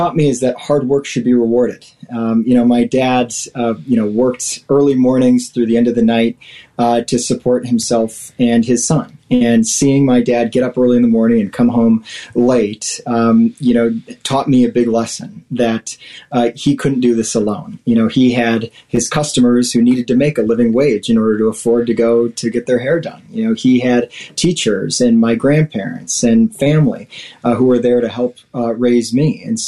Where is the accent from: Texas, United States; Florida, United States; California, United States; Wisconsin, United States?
Wisconsin, United States; Racine; growing up in Racine, I had this all-American childhood and this real sense of gratitude